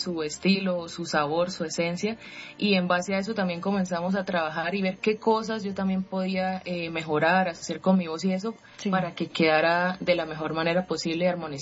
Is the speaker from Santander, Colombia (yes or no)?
yes; Bucaramanga, Santander, Colombia; born there; also born or lived in Sincelejo, Sucre, Colombia; Nací en Sincelejo, mi papá es de Tolú, Sucre. Mira. Pero sí, ya casi toda mi vida por acá en Santander.